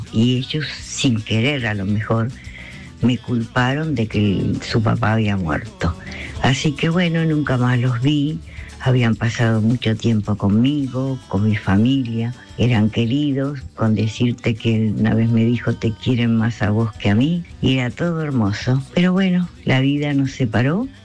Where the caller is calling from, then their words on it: Mar del Plata, Buenos Aires Province, Argentina; Hola, soy de Mar del Plata.